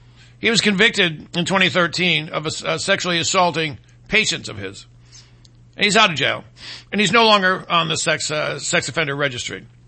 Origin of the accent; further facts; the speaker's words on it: Michigan, United States; moved away; my home state